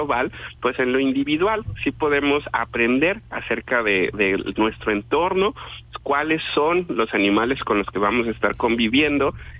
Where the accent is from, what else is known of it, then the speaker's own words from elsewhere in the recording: Mexico; lo que tenemos como mexicanos, este orgullo de ser el país con más reptiles del mundo